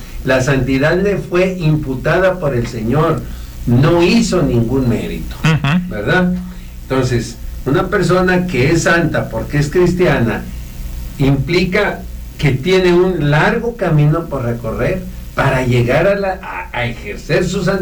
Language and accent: Spanish; Matamoros, Mexico; nosotros está el pueblo de Matamoros, está donde yo nací y crecí, está muy cerca de un campo militar